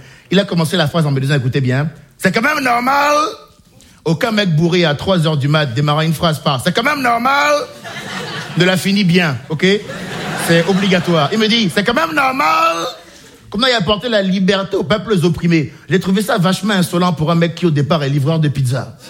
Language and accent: French; Benin; born or raised there